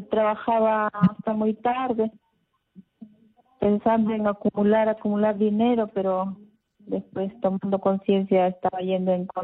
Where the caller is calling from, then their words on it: Cusco, Peru; le llamo de Cusco.